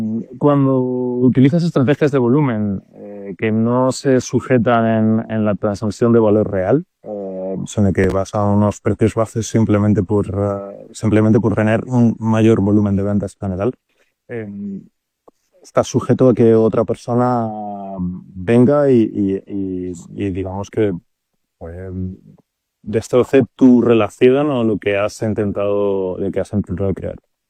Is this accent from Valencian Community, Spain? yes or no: no; Madrid, Community of Madrid, Spain; Yo soy de Madrid, la Sierra de Gredos está muy cerquita